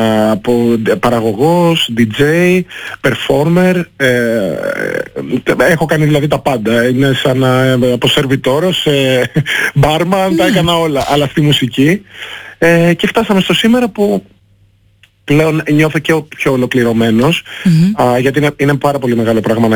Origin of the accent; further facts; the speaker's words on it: Greece; Είμαι Έλληνας, είμαι ένας Έλληνας από την Αφρική όμως. Η μαμά μου είναι Αφρικανίδα και ο μπαμπάς μου είναι Έλληνας. Έχω γεννηθεί και έχω μεγαλώσει στην Ελλάδα.